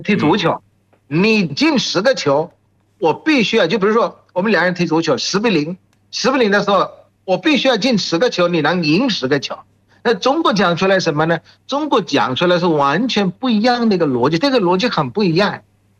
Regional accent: Bangladesh; Chinese is a second language; now in China

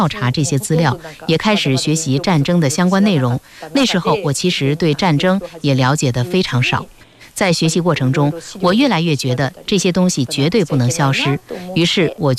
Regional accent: Kitakyushu, Fukuoka, Japan; 虽然我自己也是在北九州市出生长大的

